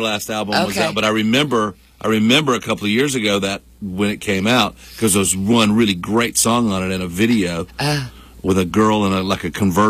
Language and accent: English; North Carolina, United States; I can remember growing up in North Carolina